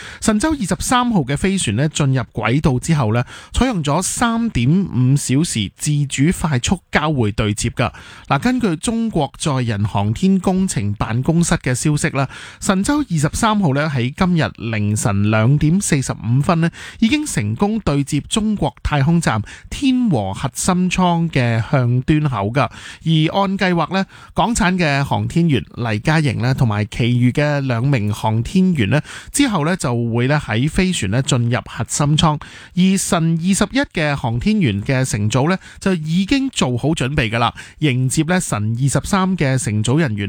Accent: Hong Kong; 我们香港人

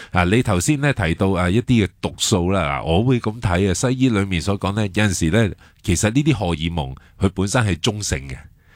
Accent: Hong Kong; 我哋香港人

